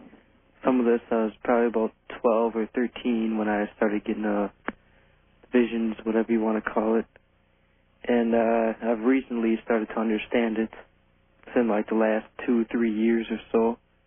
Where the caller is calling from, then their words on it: Milwaukee, Wisconsin, United States; from Milwaukee.